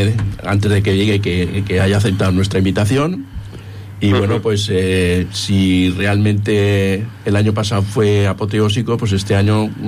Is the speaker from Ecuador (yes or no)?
no; Barbastro, Aragon, Spain; moved away; yo soy de Barbastro.